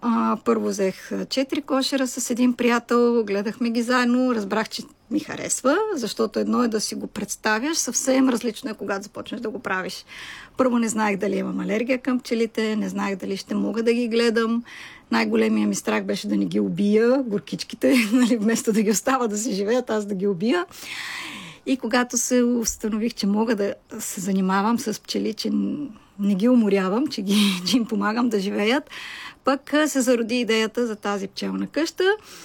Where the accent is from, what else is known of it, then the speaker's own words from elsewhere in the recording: Sofia, Sofia City, Bulgaria; Аз съм дете от София с всички роднини софиянци, така че като малка страдах, че нямам село.